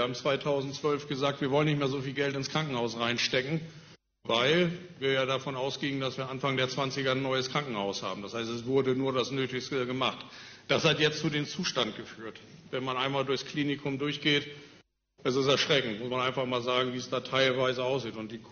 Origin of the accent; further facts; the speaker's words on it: Wilhelmshaven, Lower Saxony, Germany; und ich vertrete die Wilhelmshavener Interessen auch so, dass wir als Wilhelmshavener uns da auch wiederfinden.